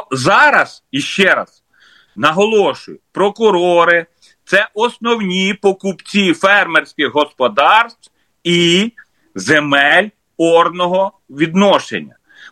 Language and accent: Ukrainian; Dnipropetrovsk Oblast, Ukraine; моєї рідної області, Дніпровської